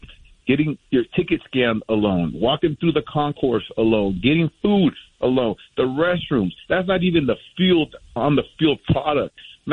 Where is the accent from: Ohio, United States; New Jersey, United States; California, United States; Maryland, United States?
California, United States; Oakland; I'm an OG from Oakland, the Oakland days, the Coliseum.